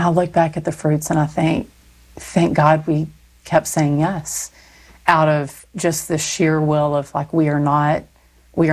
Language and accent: English; Texas, United States